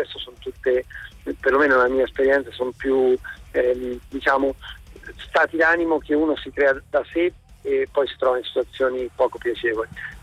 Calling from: Ancona, Marche, Italy; sono di Ancona e sto tornando dalla Svizzera

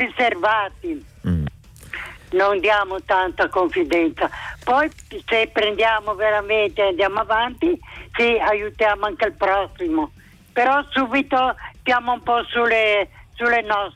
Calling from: Genoa, Liguria, Italy; da buona genovese

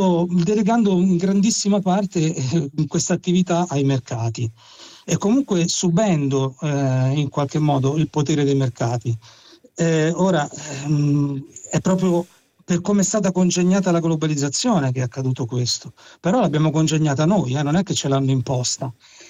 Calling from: Rome, Lazio, Italy

